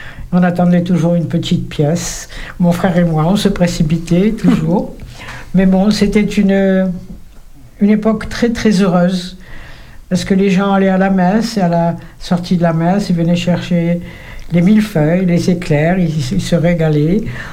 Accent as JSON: {"language": "French", "town": "Oran", "region": "Oran Province", "country": "Algeria", "tie": "born or raised there", "said": "Je suis née à Oran, en Algérie"}